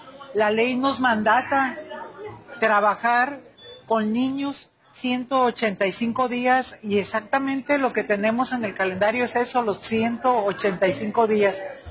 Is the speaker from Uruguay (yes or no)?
no; Mexicali, Baja California, Mexico; born there; esta ciudad cachanilla, por cierto, donde yo nací